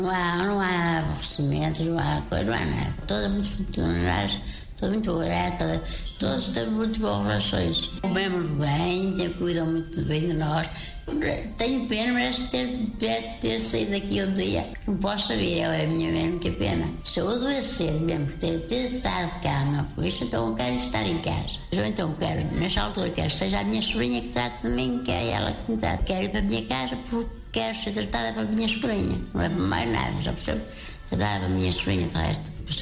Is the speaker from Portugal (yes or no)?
yes; Galegos, Portugal; Sou de Galegos e fiquei contente de fazer aqui isto.